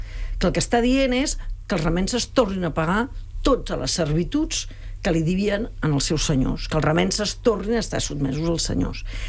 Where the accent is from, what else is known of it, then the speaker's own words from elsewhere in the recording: Catalonia, Spain; Pla de l'Estany, que és la meva comarca, Pla de l'Estany...